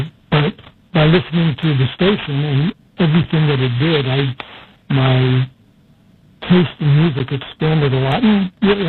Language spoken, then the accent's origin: English; Virginia, United States; growing up in Virginia, also had a lot of country music, notably bluegrass as well.